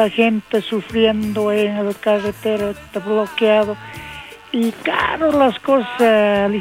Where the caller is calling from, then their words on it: Bolivia; que somos de Bolivia